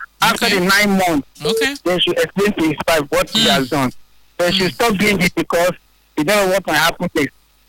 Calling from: Port Harcourt, Rivers, Nigeria; I'm calling from Port Harcourt.

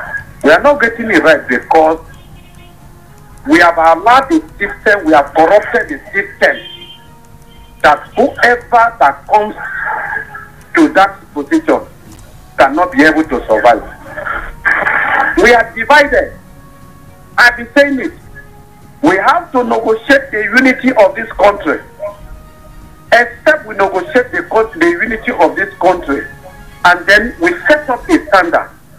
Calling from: Nigeria; Good morning. I'm calling from Gadabio.

